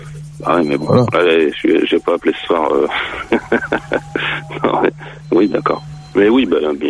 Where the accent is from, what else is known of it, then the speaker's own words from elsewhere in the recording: Bondy, Île-de-France, France; moved away as an adult; now in Brittany, France; je me suis rendu compte que j'étais pas breton. je suis natif du 93, on a bondi.